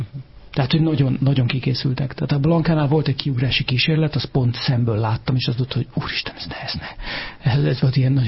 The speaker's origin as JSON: {"language": "Hungarian", "country": "Hungary", "said": "honnan tudod, hogy én magyar vagyok."}